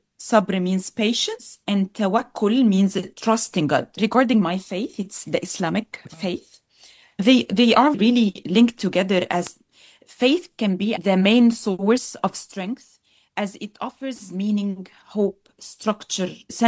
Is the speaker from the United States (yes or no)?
no; Egypt; now in Melbourne, Australia; I come from Egyptian Middle Eastern background. And like many migrants, my journey is layered and shaped but with migration, motherhood, education, and community work.